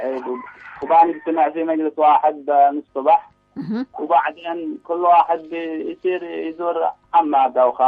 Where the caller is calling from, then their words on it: Al-Mahabisha, Hajjah, Yemen; من حج المحابشة